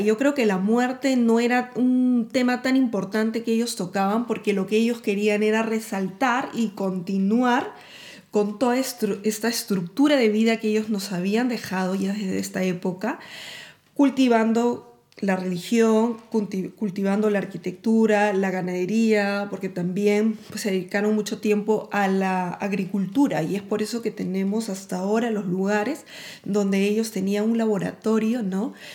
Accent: Peru; de nuestra experiencia como peruanos que hemos tenido

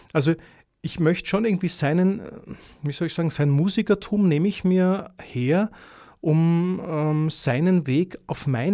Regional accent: Vienna, Austria; dadurch, dass ich in Wien aufgewachsen bin, im Wienerischen ein bisschen

